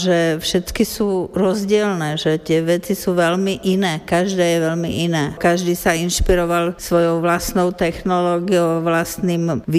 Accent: Bratislava, Bratislava Region, Slovakia; moved away as an adult; also born or lived in Czech Republic; som pôvodne z Bratislavy, ale niekoľko rokov som žila predtým v Čechách, takže som sa vlastne vrátila

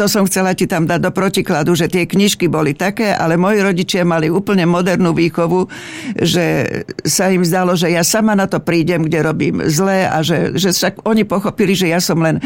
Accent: Blatnica, Žilina Region, Slovakia; Ja pochádzam z Blatnice, že neviem, či som to už spomenula.

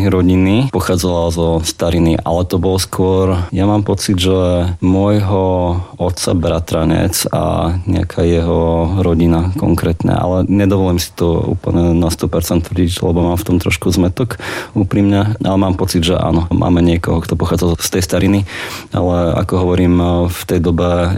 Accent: Košice, Košice Region, Slovakia; ja pochádzam z Košic, moje korene sú košické a moja babka pochádzala z obce Kolbasov, ktorá je v Ulickej doline a babka bola Rusinka.

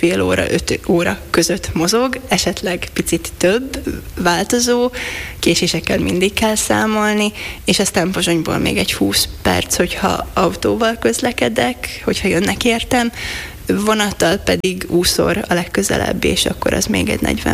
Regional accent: Šamorín, Trnava Region, Slovakia; moved away as an adult; now in Prague, Czech Republic; Még hogyha most már nem is feltétlenül Somorjában lakom, de hogy ott nőttem fel, de hogy most már falun lakunk a közelében

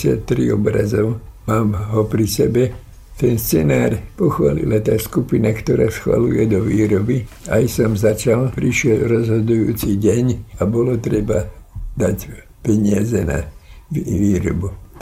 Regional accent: Skalica, Trnava Region, Slovakia; also born or lived in Kopčany; Tam som začal chodiť do školy, tam som prežil všetky historické premeny. Ja som tak prilepený k Skalici, že to muselo znechať nejakú stopu vo mne. Ale narodil som sa v Kopčanoch.

